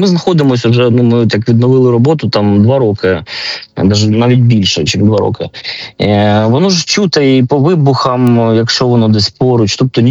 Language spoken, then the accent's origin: Ukrainian; Kharkiv, Kharkiv Oblast, Ukraine; Але ми, харків'яни, віримо, якщо ми утрималися в 22-му році, то ми зараз точно втримаємося.